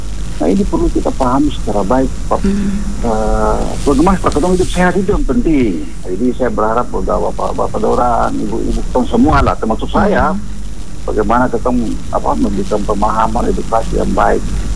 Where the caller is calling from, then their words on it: Yogyakarta, Special Region of Yogyakarta, Indonesia; Dari jauh salam saya dari Kota Jogja untuk semua di Pak-Pak.